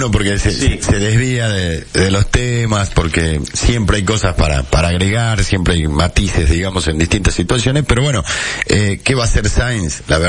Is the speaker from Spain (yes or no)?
no; Argentina